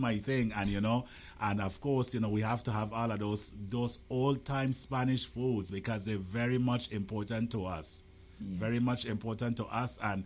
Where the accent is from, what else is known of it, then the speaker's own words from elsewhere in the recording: Frederiksted, St. Croix, U.S. Virgin Islands; growing up in Frederickson.